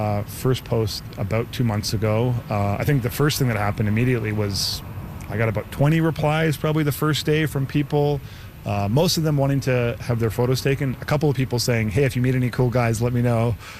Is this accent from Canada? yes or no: yes; Victoria, British Columbia, Canada; I grew up here in Victoria